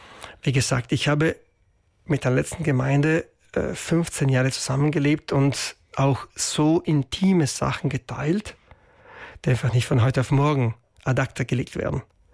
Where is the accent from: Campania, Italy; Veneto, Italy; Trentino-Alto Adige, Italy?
Trentino-Alto Adige, Italy; Merano; moved away as an adult; also born or lived in Bolzano; ich bin ein Meraner, gell? Deswegen, ich bin gebürtig in Meran